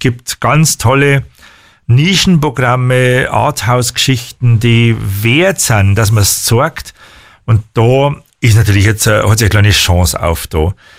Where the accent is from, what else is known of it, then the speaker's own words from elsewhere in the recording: Bavaria, Germany; accent: slightly Upper Palatinate; Ich kriege, wie gesagt, dass mein Dialekt ein bisschen ins Oberpfälzerische rein ist. Es mag vielleicht sein, aber ich gehöre schon original zu Oberbayern.